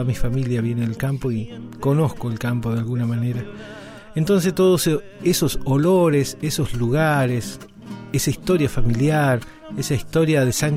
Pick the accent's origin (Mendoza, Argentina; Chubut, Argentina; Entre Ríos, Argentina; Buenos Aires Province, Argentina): Chubut, Argentina; Esquel; born there; Soy nacido en Esquel, Chubut, donde actualmente vivo, Patagonia, Argentina.